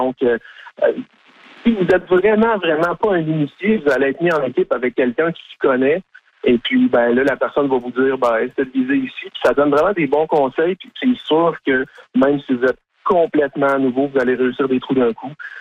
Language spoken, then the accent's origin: French; Bécancourt, Quebec, Canada; c'est ma région. Donc, je viens de Saint-Grégoire dans la ville de Bécancourt.